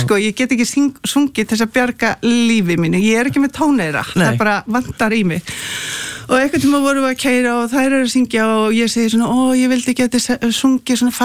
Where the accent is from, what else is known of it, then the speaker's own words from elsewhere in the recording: Reykjavík, Capital Region, Iceland; Ég alinn upp í Reykjavík, en ég kerði með fullan bílanunum upp Laugaveginn.